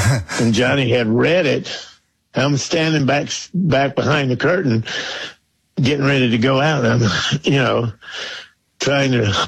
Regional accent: Georgia, United States; My heritage, the South, growing up in Georgia.

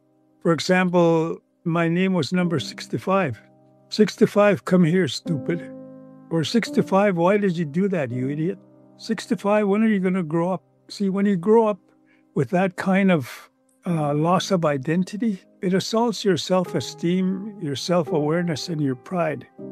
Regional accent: Alberta, Canada; born or raised there

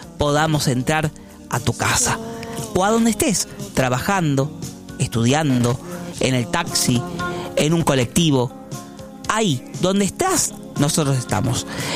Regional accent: Uruguay; Pero soy uruguayo o de Nacional. Uruguayo de Nacional.

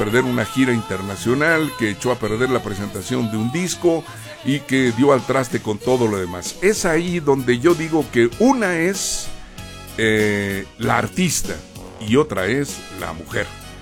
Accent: Mexico

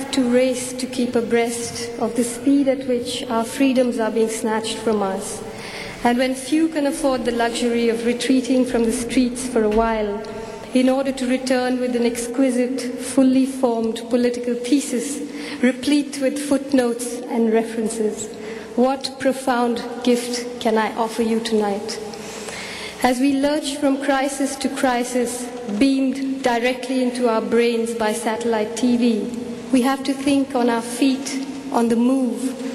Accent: India; officially entered in the big book of nations as an Indian citizen

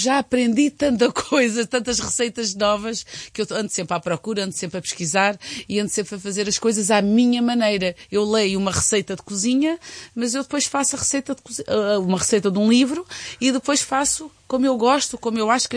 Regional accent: Portugal; nós somos portugueses

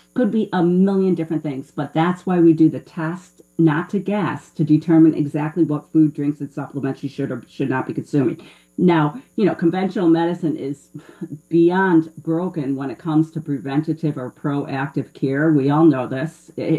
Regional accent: Ireland; I'm the Irish dietitian, so we don't count alcohol calories at Harmony with Food.

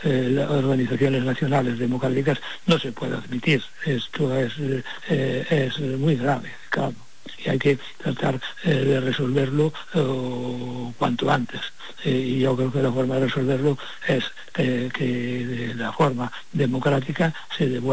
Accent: Spain; como español y como europeo

